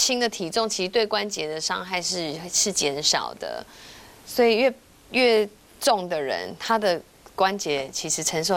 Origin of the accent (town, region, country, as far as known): Taiwan